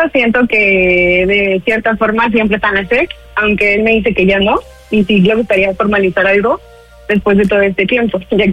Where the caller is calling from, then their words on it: Cuernavaca, Morelos, Mexico; soy de Cuernavaca y tengo 32 años.